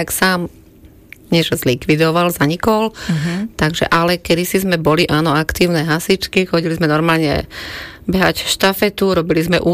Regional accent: Devičany, Nitra Region, Slovakia; Ja som z Devičian.

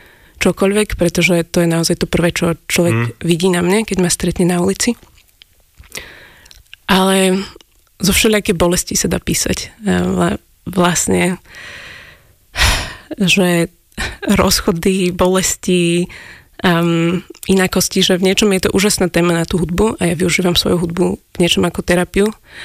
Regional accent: Bratislava, Bratislava Region, Slovakia; Moja mama je z Prešova, a môj tatino je z Gvinej. Takže, ale ja už som Bratislavčan.

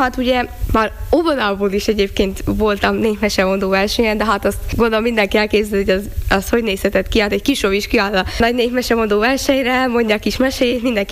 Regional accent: Palócföld, Hungary; accent: Palóc; Aki hallgatja, úgy tűnik, hogy palócosan beszélek

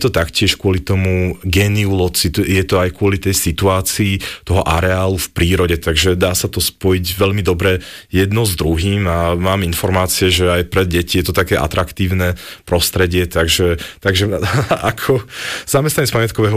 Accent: Košice Region, Slovakia; now in Bratislava, Slovakia

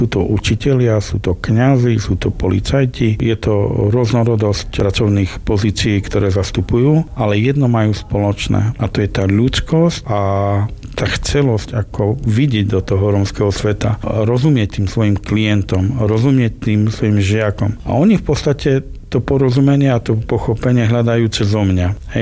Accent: Prešov, Prešov Region, Slovakia; born there; first language Romani; Slovak is a second language; sme rómskou prešovskou rodinou, tak ja som vyrástal v rómskej rodine, kde sa od mala komunikovalo, alebo respektíve som počúval rómčinu. Ja do svojho vstupu do materskej školky, ja som napríklad nevedel rozprávať po slovensky.

